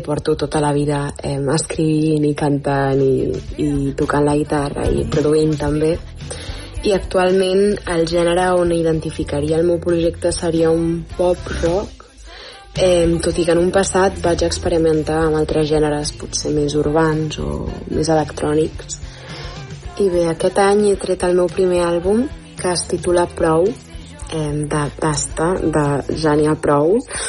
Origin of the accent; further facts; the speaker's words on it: Barcelona, Catalonia, Spain; Soc un artista del Poblenou de tota la vida